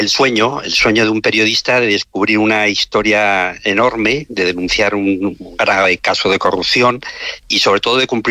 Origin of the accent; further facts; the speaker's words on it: Pamplona, Navarre, Spain; muy cerca al Colegio de Jesuitas, donde yo había estudiado, yo soy de Pamplona